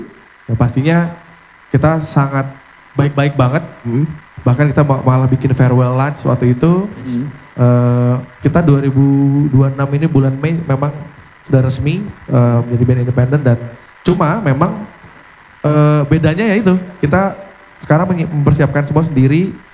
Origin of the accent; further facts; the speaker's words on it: Ciledug, Banten, Indonesia; Memang kita kan tumbuh di di Cilduk itu ya, di Jalan Cilduk Raya. Kita raised in Cilduk lah gitu ya.